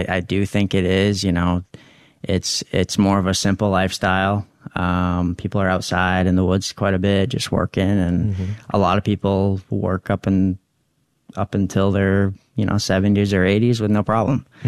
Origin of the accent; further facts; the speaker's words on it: Houlton, Maine, United States; I know that was always something where I'm from. I'm from Holton. So there's a hospital in Holton.